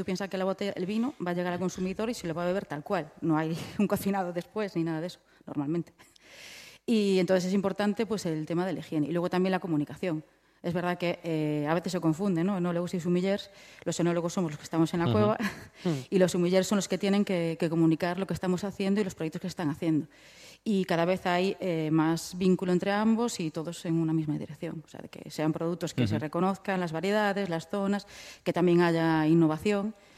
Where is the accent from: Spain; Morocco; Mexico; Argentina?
Spain; Vilagarcía de Arousa, Galicia; Tenemos el referente de donde yo soy, de Villa García de Arousa